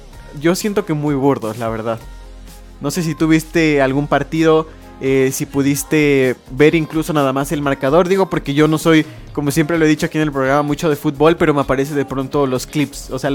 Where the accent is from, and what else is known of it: Mexico